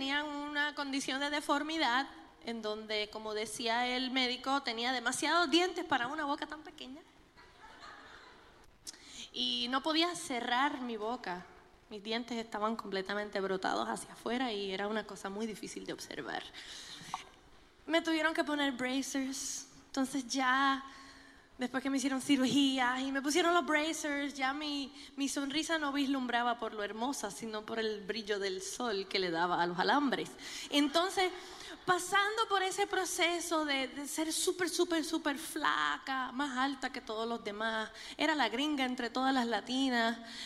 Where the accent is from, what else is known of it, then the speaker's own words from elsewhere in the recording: Puerto Rico; born there; moved away; also born or lived in New York; un boricua. Y nos mudamos de New York a Puerto Rico. Y en Puerto Rico fue donde me crié desde los 7 años y medio de edad. Y me siento más boricua que el coquí. Pero soy de las boricuas que come y hace mangú.